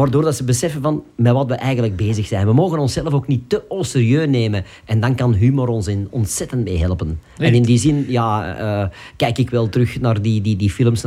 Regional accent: Turnhout, Flanders, Belgium; Absoluut, ja, ik ben van Turnhout afkomstig. Als je vraagt Turnhout is al bekend van de speelkaarten, maar ook van Soudal.

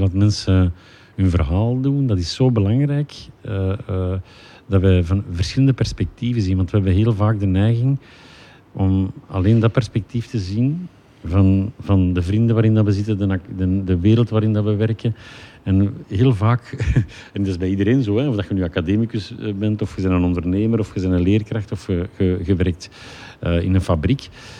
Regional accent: Flanders, Belgium; Ik ben geen Antwerpenaar, voor alle duidelijkheid. Ik ben van de kanten van Leuven.

